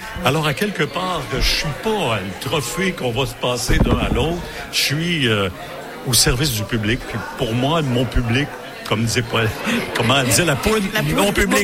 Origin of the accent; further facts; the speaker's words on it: Quebec, Canada; moved away; Je viens des Bois-Francs. Je viens du centre du Québec.